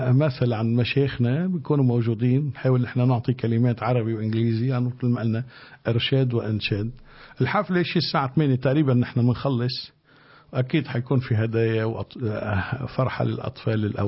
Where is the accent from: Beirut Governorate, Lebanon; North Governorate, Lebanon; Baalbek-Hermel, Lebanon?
North Governorate, Lebanon; Tripoli; احنا عندنا بطرابلس